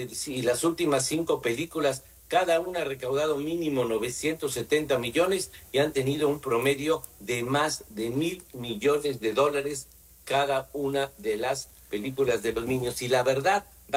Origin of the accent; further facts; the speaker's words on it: Puebla, Mexico; moved away; estoy aquí en un compromiso personal en mi ciudad de Puebla, en mi ciudad natal